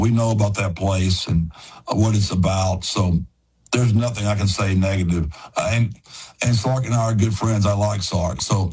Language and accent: English; Texas, United States; I'm from East Texas, right? So to barbecue a brisket and ribs is like a real prideful thing in East Texas.